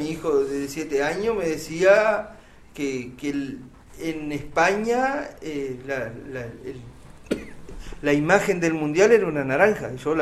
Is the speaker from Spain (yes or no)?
no; Uruguay; en el barrio San José, Fátima, ahí donde yo nací y me crié